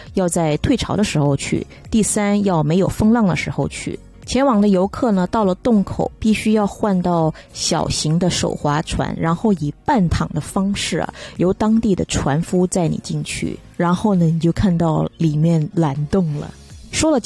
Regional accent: China

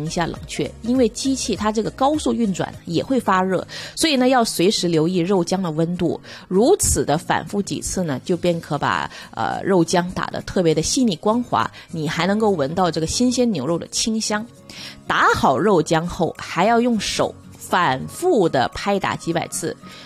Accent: Guangdong, China; born there; moved away; 跟小时候在广东那边吃的手打肉丸

